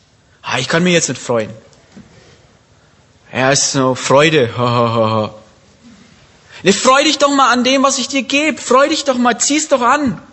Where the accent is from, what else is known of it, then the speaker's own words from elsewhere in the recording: Bavaria, Germany; moved away; als Franke essen wir gern Klöße